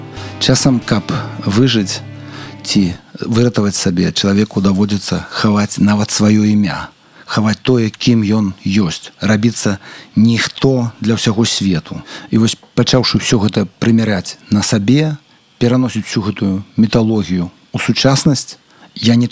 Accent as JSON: {"language": "Belarusian", "country": "Germany", "tie": "born or raised there", "also_born_or_lived": "Belarus", "said": "Маё дзяцінства прайшло ў Нямеччыне, і весь час мы ездзілі да хаты ў Беларусь."}